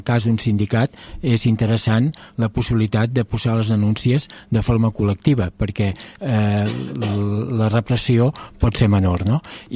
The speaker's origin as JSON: {"language": "Catalan", "town": "Sabadell", "region": "Catalonia", "country": "Spain", "said": "soc de Sabadell"}